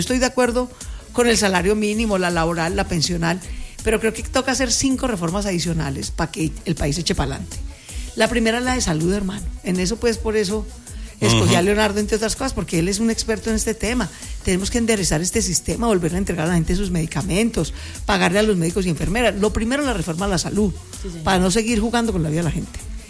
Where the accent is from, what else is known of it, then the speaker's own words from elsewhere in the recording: Colombia; somos colombianos